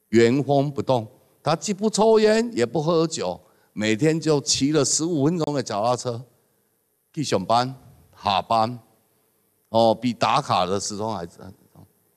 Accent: Tainan, Taiwan; 我也是台南的乡亲客家。我爸爸，伊伫客家，

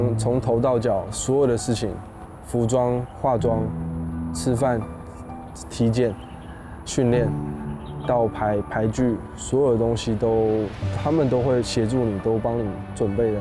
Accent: Taiwan

